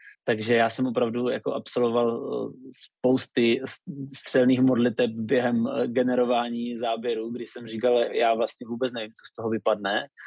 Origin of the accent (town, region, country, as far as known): Lipník nad Bečvou, Olomouc Region, Czechia